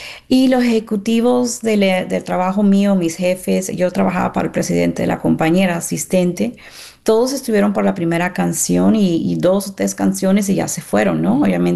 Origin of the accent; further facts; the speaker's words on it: Miami, Florida, United States; now in San Antonio, United States; Yo soy de Miami, Esto fue en Miami.